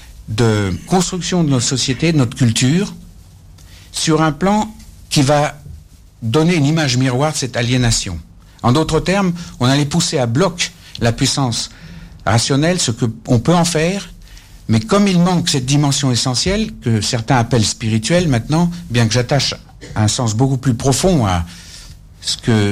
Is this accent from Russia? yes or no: yes; Russia; now in United Kingdom; en tant que russe